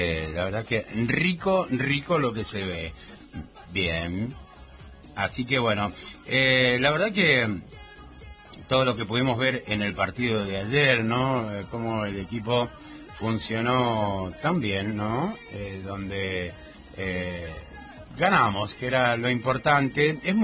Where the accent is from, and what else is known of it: Argentina